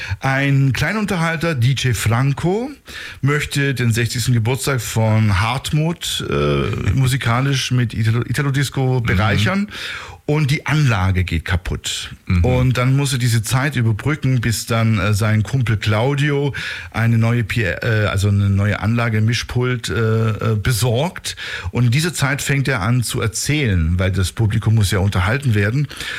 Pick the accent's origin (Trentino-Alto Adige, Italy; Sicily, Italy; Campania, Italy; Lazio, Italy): Campania, Italy; accent: Neapolitan; Also, dann gibt es aber auch noch Neapolitanisch, also ich spreche auch noch Dialekt, da können wir auch nochmal dazu kommen, wie ich überhaupt sprachlich aufgewachsen bin.